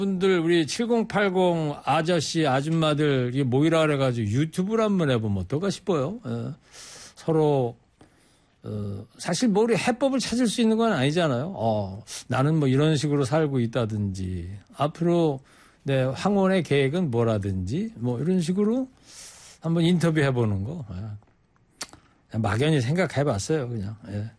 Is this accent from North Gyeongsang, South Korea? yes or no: no; Anseong, Gyeonggi Province, South Korea; moved away; 제가 지난주에 제 고향 안성 갔다 왔는데